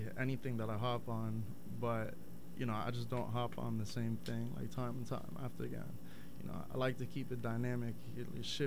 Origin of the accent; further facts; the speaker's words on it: Miami, Florida, United States; moved away as an adult; also born or lived in Austin, Texas / St. Louis, Missouri; now in Portland, United States; So I'm born and raised in Miami, Florida. I'm a Miami boy till I die. I moved out to Portland like 2.5, roughly like 3 years ago. I was living in Austin, Texas before that, too.